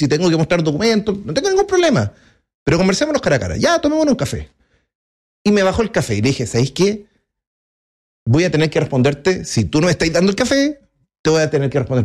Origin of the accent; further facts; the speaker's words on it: Antofagasta, Chile; me crié en el San Luis, Antofagasta, Colegio Hombre.